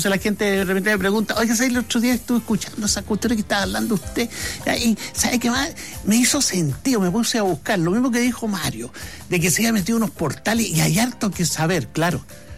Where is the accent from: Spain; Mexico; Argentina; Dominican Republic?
Argentina; Nosotros, mira, ni siquiera somos iguales entre nosotros, los argentinos